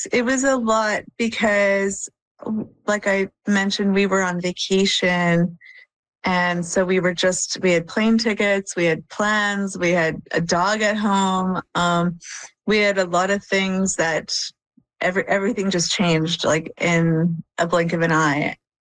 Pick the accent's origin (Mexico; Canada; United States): Canada; I felt like, well, I'm Canadian and I haven't left the country to go to a hospital.